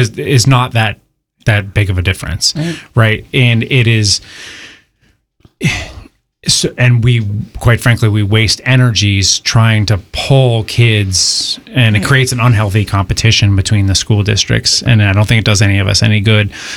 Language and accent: English; Massachusetts, United States; And, you know, I grew up here on the Cape.